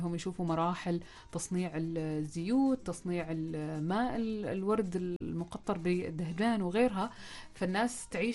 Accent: Oman

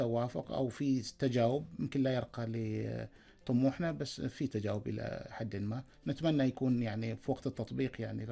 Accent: Oman; عندنا في عمان هنا

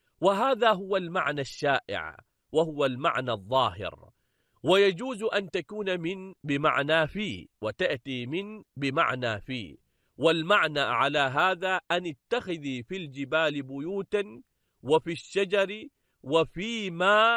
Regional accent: Oman; واللغتان مستعملتان عندنا في عمان.

